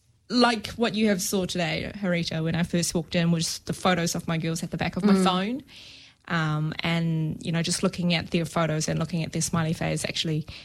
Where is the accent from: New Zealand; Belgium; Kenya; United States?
New Zealand; this is the competitive advantage of actually of being a New Zealander, is that we are so multicultural and so inclusive.